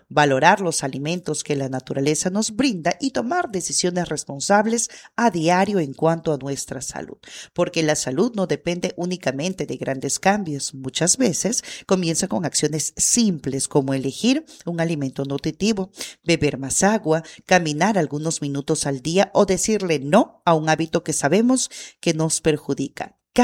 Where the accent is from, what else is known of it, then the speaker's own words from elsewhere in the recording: Peru; nuestra identidad como peruanos.